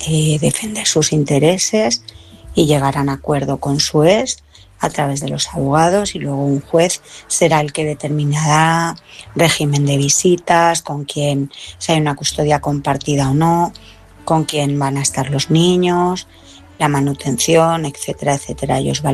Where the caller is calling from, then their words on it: Madrid, Community of Madrid, Spain; de Madrid